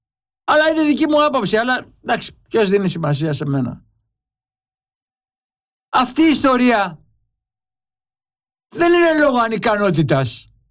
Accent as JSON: {"language": "Greek", "country": "Greece", "said": "ντρέπομαι ως Έλληνας"}